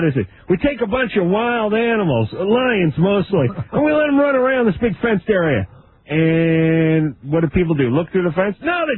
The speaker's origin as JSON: {"language": "English", "town": "North Hollywood", "region": "California", "country": "United States", "tie": "born or raised there"}